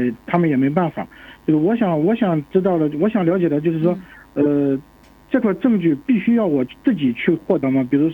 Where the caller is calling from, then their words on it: Shandong, China; 我是山东的哈